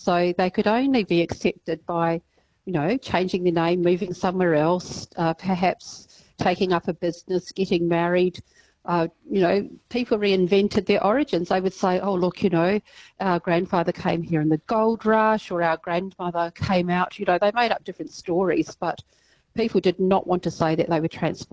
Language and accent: English; New Zealand; moved away; I certainly know, looking back at my own family's history, and I'm from New Zealand originally